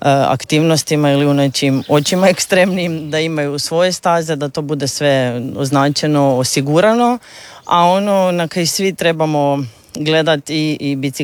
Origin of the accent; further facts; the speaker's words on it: Zagreb, City of Zagreb, Croatia; ja kao ono Zagrepčanka